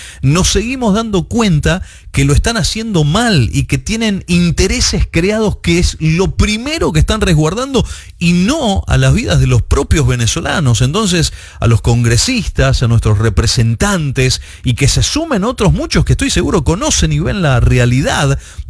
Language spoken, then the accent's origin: Spanish; Argentina; yo soy argentino